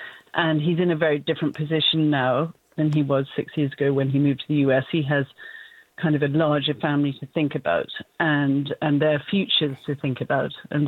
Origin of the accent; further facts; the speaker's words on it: England, United Kingdom; moved away; Well, I am actually English originally